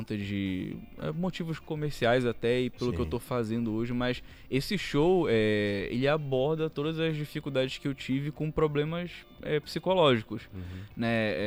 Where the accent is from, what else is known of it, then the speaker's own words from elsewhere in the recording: Belém, Pará, Brazil; born there; eu sou pobre também e nasci em Belém.